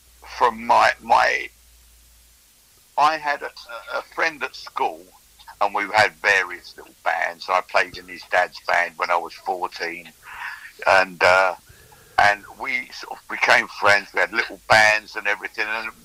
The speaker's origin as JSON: {"language": "English", "region": "London", "country": "United Kingdom", "said": "I come from West London"}